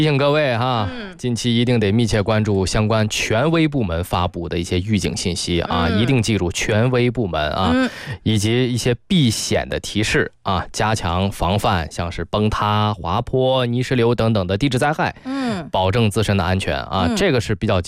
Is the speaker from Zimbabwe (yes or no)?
no; northern China, China; now in southern China; 我在南方，因为我小时候在北方长大，来南方吃粽子